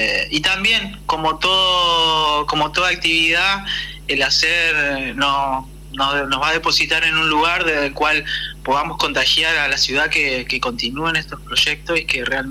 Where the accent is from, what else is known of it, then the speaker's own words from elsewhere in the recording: Argentina; now in Diamante, Argentina; como argentino obviamente es un orgullo